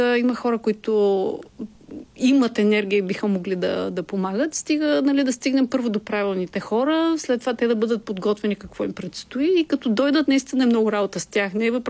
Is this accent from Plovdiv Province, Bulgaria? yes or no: no; Veliki Preslav, Shumen Province, Bulgaria; Аз съм родом от Велики Преслав и имам този сантимент още от дете.